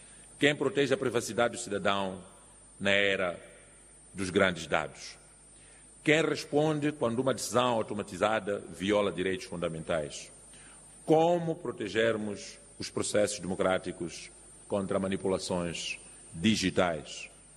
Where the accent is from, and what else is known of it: Mozambique